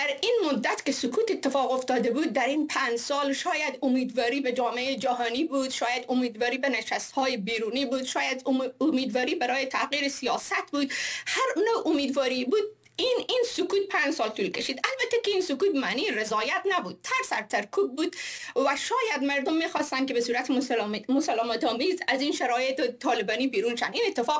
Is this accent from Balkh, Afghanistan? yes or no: no; Herat, Afghanistan; بسیار متاسف هستم برای شهر خودم و سرزمین خودم